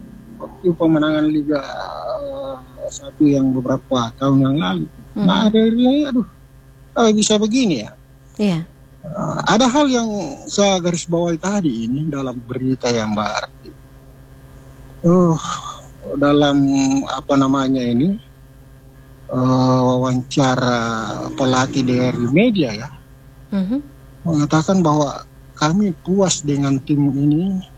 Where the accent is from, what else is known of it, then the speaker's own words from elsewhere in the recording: Parepare, South Sulawesi, Indonesia; Kami selaku orang Parepare ya, tentunya tempat home base-nya PSM ya